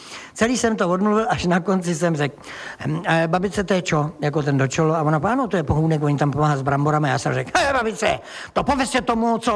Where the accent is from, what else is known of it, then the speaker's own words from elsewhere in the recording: South Bohemian Region, Czechia; No, maximálně se ukloním, řeknu, promiňte, já jsem blbej Jihočech a pojedu domů.